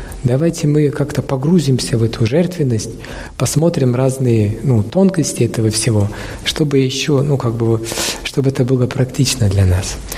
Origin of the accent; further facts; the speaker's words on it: Russia; Я говорю, он меня спрашивает, ты откуда? Я с России.